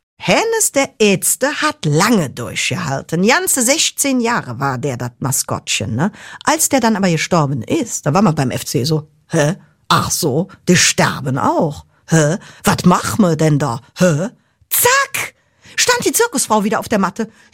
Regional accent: Cologne, North Rhine-Westphalia, Germany; im schönen Kölle. Oh, Kölle. Wenn ich so an meine Heimat denke

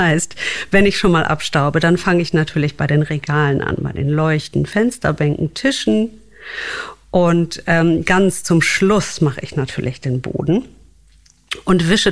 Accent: Wuppertal, North Rhine-Westphalia, Germany; Also dieses Einweichen, bis es sauber ist, ne, das nannte man in meiner Heimat Wuppertal Reinweichen.

